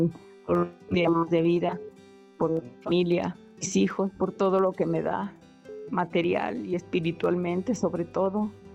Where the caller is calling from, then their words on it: Guadalajara, Jalisco, Mexico; De aquí, de Guadalajara.